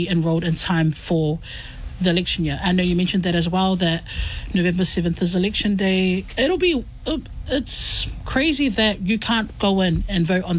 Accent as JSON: {"language": "English", "town": "Otara", "region": "Auckland", "country": "New Zealand", "said": "Like, I love South Auckland. I'm from South Auckland myself, Otara."}